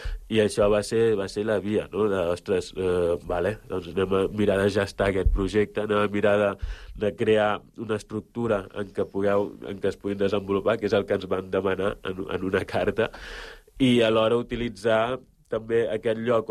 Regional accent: Upper River, Gambia; moved away; el Nyamanari, el meu poble, també està en aquesta regió

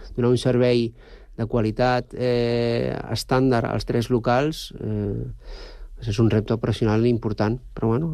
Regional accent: Manresa, Catalonia, Spain; Jo sóc d'una ciutat mitjana, jo he nascut a Manresa

